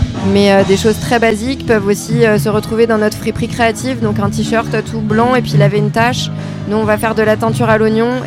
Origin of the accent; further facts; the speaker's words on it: Brittany, France; par chez nous dans le Finistère.